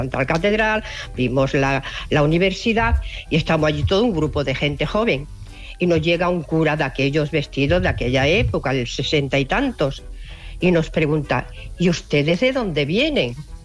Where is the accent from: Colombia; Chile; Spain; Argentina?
Spain; Melilla; now in Cornellà, Spain; Hola, mira, soy de Melilla, ¿eh? Pero bueno, vivo en Cornellá.